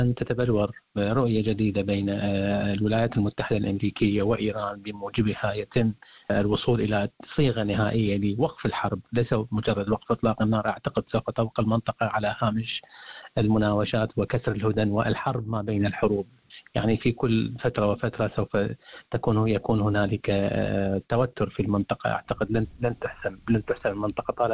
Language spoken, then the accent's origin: Arabic; Iraq; now in Australia; أنا ألاحظ هذا الموضوع على المستوى الاجتماعي كجاليات يعني كعراقيين